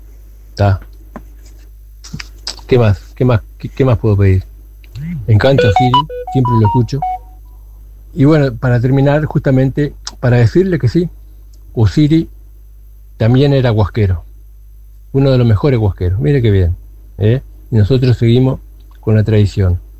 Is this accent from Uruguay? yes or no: yes; Tacuarembó, Uruguay; yo soy de Tacuarembó